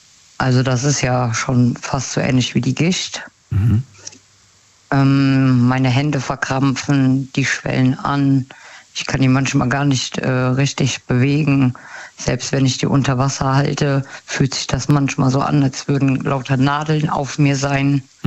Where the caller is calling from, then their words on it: Rhineland-Palatinate, Germany; Aus dem Westerwald.